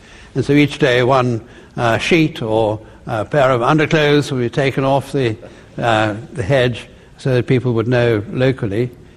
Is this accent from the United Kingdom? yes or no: no; South Africa; born there; moved away; I was born in South Africa, remember?